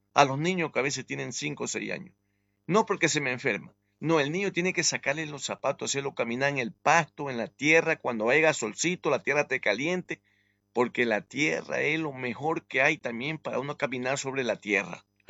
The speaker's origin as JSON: {"language": "Spanish", "country": "Ecuador", "said": "Yo como católico, como ecuatoriano, que vengo de la mitad del mundo, de esa alta montaña de la Amazonía. Créanme, lo que yo no nací en cuna de oro. Yo vengo de las montañas, yo me conozco lo que es el campo."}